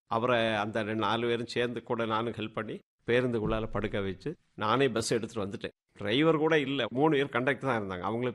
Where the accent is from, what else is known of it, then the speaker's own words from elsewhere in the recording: Marungur, Tamil Nadu, India; born there; நான் பிறந்த ஊர் வந்து மருங்கூர்.